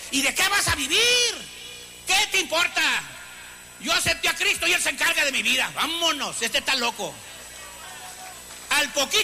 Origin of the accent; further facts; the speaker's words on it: Anáhuac, Mexico; born there; Pero un día, papá nos trajo a vivir a Anáhuac, a 30 kilómetros donde yo nací.